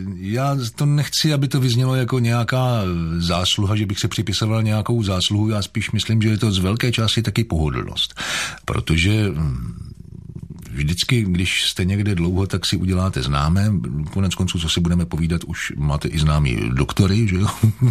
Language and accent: Czech; Brno, South Moravian Region, Czechia; jak se říká u nás v Brně